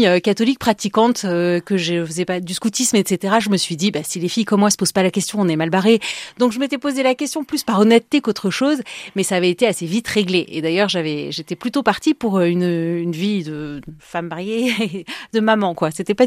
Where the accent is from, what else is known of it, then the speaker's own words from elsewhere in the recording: Marseille, Provence-Alpes-Côte d'Azur, France; moved away as an adult; also born or lived in Paris; now in Bethlehem, Palestine; Après avoir grandi à Marseille, j'ai été prof à Paris